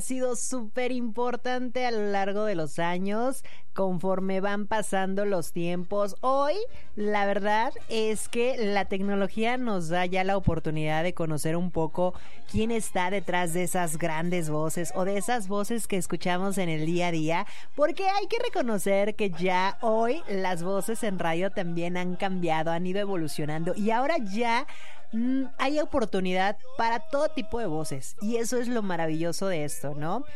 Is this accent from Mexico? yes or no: yes; Mexico; now in United States; para nosotros como... como mexicanos, como latinos